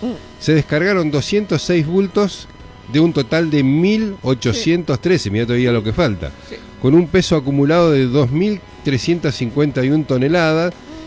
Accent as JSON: {"language": "Spanish", "country": "Argentina", "said": "Nosotros somos Argentina."}